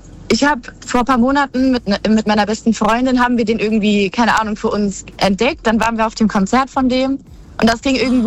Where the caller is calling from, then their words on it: Kirn, Rhineland-Palatinate, Germany; Aus Kirn in Rheinland-Pfalz.